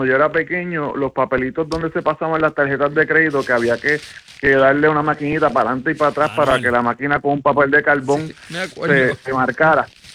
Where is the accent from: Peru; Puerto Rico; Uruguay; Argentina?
Puerto Rico; Ponce; Mi papá servía la gasolina. Yo soy de Ponce.